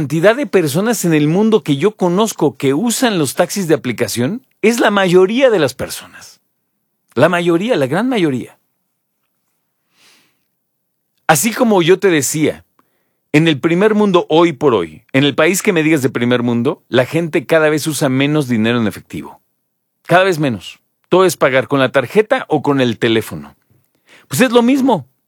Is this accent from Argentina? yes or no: no; Mexico; si yo como mexicano cuando voy a otro país